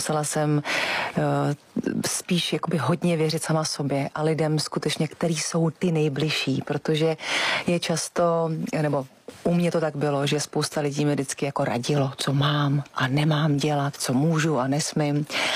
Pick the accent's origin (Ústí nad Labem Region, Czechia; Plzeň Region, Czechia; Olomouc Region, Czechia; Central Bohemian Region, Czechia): Central Bohemian Region, Czechia; Votice; já pocházím z Votic, což je vlastně u Benešova asi 6000 městečko.